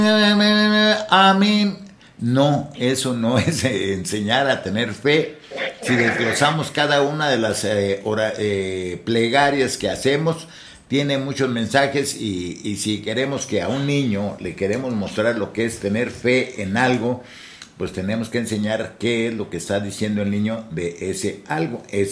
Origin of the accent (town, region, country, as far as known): Indaparapeo, Michoacán, Mexico